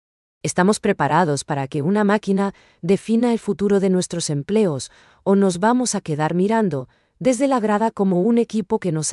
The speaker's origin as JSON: {"language": "Spanish", "country": "Paraguay", "said": "lo que nos hace únicos como paraguayos."}